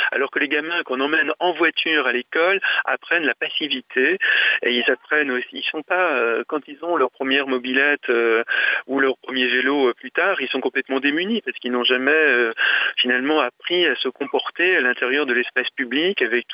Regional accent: Le Mans, Pays de la Loire, France; J'ai grandi au Mans, hein, oui, petite ville ouvrière

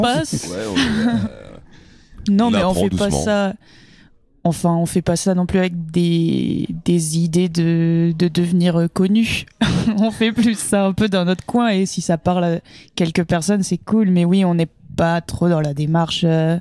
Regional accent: Occitanie, France; now in Paris, France; Moi, j'ai grandi en Loser.

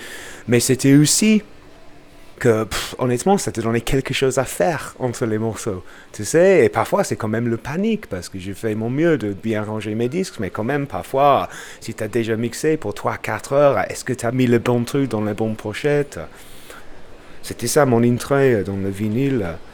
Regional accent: Bradford, Yorkshire and the Humber, United Kingdom; French is a second language; moved away as an adult; now in Lyon, France; je viens de Bradford, dans le nord de l'Angleterre.

